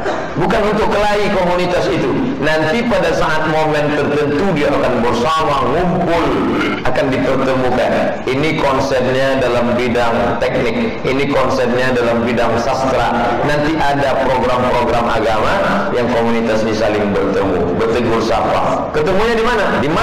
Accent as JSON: {"language": "Indonesian", "region": "Aceh", "country": "Indonesia", "lives_now": "Jakarta, Indonesia", "said": "Saya dari Aceh, ini jamaah yang paling banyak pahalanya. Dari Aceh langsung kemarin. Saya dulu mengaji di Aceh Besar sebelum saya ke Jakarta."}